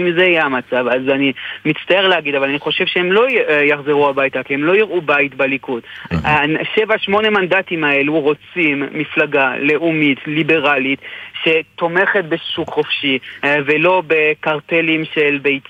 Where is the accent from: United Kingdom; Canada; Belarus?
Canada; now in Israel; גדלנו בקנדה